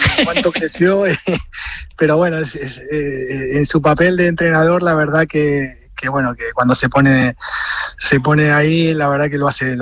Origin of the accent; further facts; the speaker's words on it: Argentina; como argentinos, a nosotros nos ilusiona muchísimo.